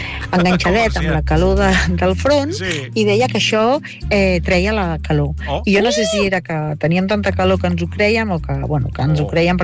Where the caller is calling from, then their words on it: Massanes, Catalonia, Spain; Hola, RAC 105. Bona tarda. … de Massanas.